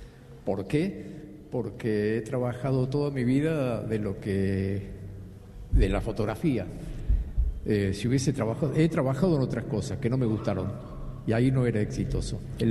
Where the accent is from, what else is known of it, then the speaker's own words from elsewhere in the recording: Córdoba, Argentina; Yo he conocido otros países, pero nunca, nunca me fui de Argentina y sobre todo de Córdoba.